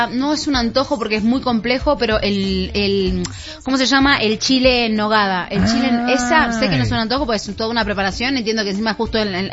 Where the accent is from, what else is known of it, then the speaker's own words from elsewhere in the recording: Argentina; moved away; en Argentina pasó que en enero fui a hacer un show en mi país